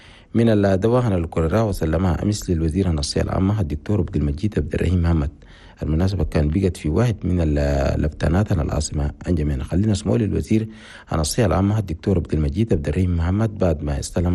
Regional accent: Chad; في بلدنا تشاد

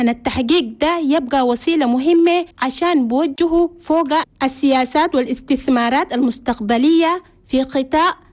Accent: Chad; في كل اللبتانات حنا بلدنا تشاد.

